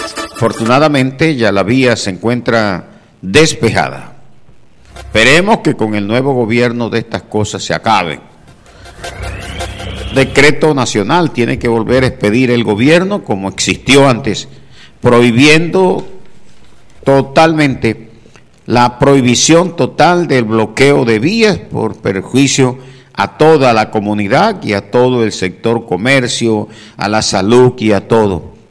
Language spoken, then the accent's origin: Spanish; San Juan del Cesar, La Guajira, Colombia; Hoy está de fiesta mi pueblo